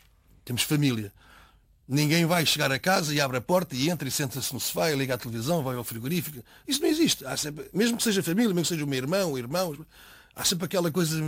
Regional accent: Portugal; moved away as an adult; now in Gabon; Eu sou português, sou europeu

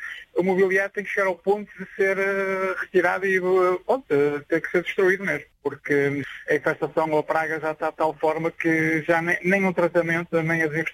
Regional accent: Vila Nova de Gaia, Porto, Portugal; Eu, Vila Nova de Gaia, Canelas.

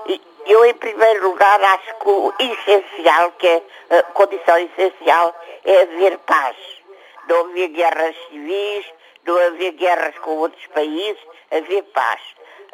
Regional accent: São Tomé & Príncipe; born there; Eu nasci há 77 anos em São Tomé e Príncipe.

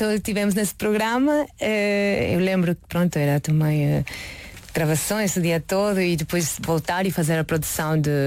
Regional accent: Mérida, Yucatán, Mexico; Portuguese is a second language; da Mérida para a Cidade do México é como ir de Lisboa para Paris, basicamente.

